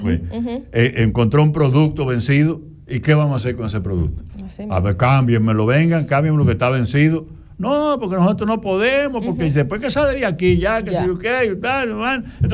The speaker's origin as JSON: {"language": "Spanish", "country": "Dominican Republic", "said": "somos los dominicanos"}